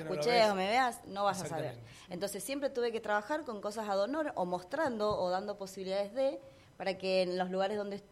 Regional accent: Salta, Argentina; born there; moved away; also born or lived in Córdoba, Argentina; Yo vengo de la ciudad de Córdoba, pero no soy de ahí, soy nacida en Salta

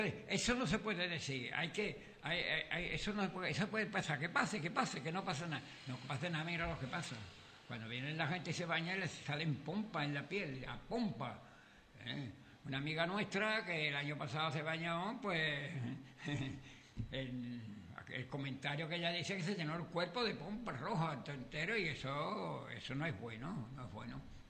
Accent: Sanlúcar de Barrameda, Andalusia, Spain; que yo soy de Sanlúcar

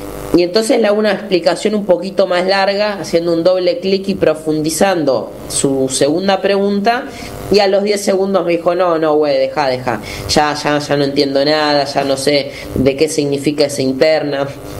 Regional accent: Buenos Aires, Argentina; quienes somos porteños y del área metropolitana de Buenos Aires

